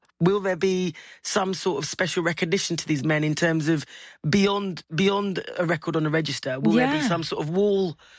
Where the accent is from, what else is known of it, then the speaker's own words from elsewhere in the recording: England, United Kingdom; born there; I'm English born, I was born in England.